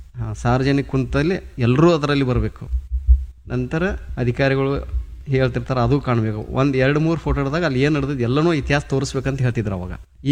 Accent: Karnataka, India; ನಮ್ಮ ಸವದತ್ತಿ ತಾಲೂಕು ನಮ್ಮ ಹಳ್ಳಿಯಿಂದ

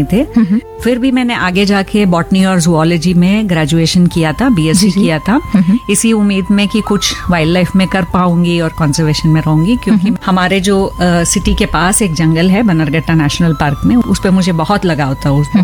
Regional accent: Bangalore, Karnataka, India; मैं पैदा हुई थी बैंगलोर में ही, क्योंकि मेरी मम्मी बैंगलोर से थी तो मैं पैदा वहीं पे हुई थी और मेरा बचपन भी ज्यादातर बैंगलोर में ही था। जब तक मैं 12th स्टैंडर्ड तक थी, तो बैंगलोर में जो कैंटोनमेंट की एरिया है वहाँ हुई थी मेरी स्कूलिंग और जो भी मैंने सीखा था प्राइमरी एजुकेशन।

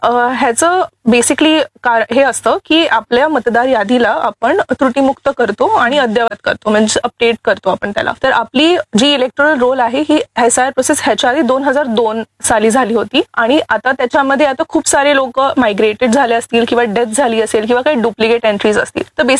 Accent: Thane, Maharashtra, India; moved away as an adult; now in Nashik, India; मी तर born and brought up ठाणेमध्ये आहे आणि माझं सगळं एज्युकेशन ठाणे आणि मुंबईमध्येच झालं होतं.

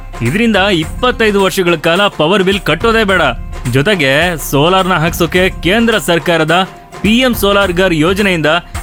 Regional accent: Karnataka, India; ನಾವು ಕನ್ನಡಿಗರಾಗಿರೋದ್ರಿಂದ

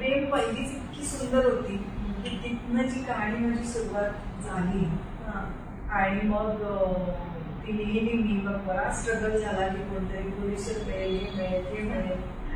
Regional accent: Nagpur, Maharashtra, India; born there; माझं बालपण सगळं बाबांची आमच्या ट्रान्सफर होत राहायची PWD मध्ये होते, त्याच्यामुळे मी जन्म नागपूरचा

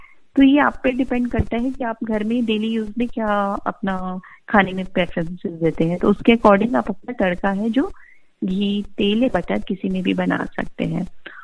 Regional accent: Rajasthan, India; now in Bangalore, India; दाल बाटी के साथ हम राजस्थानी लोगों को कुछ तो चटकारा चाहिए

